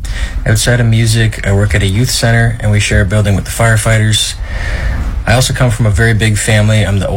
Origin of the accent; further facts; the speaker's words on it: Smiths Falls, Ontario, Canada; I'm a singer-songwriter from a small town outside of Ottawa, Ontario, called Smiths Falls. I'm born and raised here.